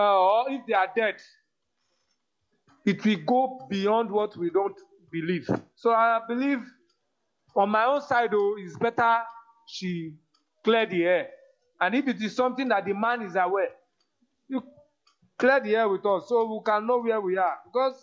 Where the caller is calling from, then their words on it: Delta, Nigeria; I'm from Delta State, Robo to be precise